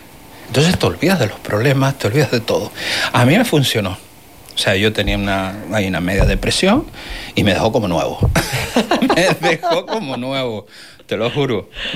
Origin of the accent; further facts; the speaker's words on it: Canary Islands, Spain; yo que soy canario